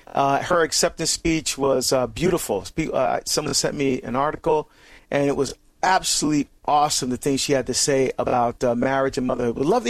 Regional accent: Barbados; my mom was a cardiac care nurse, and we're from Barbados. That's where I was born

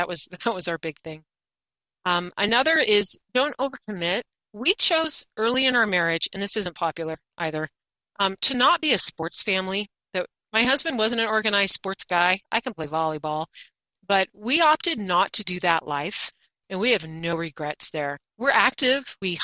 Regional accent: Oregon, United States; born or raised there; now in Boise, United States

